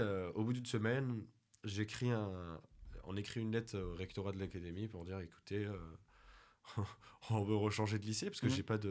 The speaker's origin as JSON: {"language": "French", "country": "Turkey", "tie": "born or raised there", "said": "c'est un très grand poète-chanteur de ma ville natale de Turquie"}